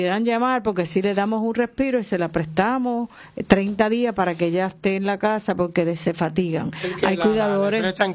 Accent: Aguada, Puerto Rico; En el oeste también he venido al de mi pueblo, Aguada

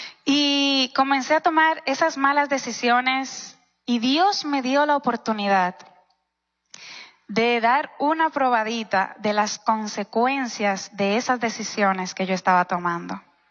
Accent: Madrid, Community of Madrid, Spain; Yo me crié en España, en Madrid. Allí se encuentra casi toda la familia de parte de mi mamá.

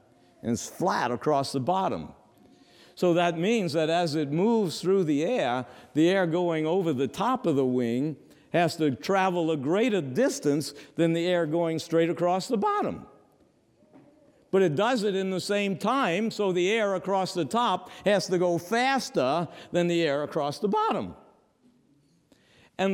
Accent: Louisiana, United States; moved away; When I was a little boy growing up in Louisiana

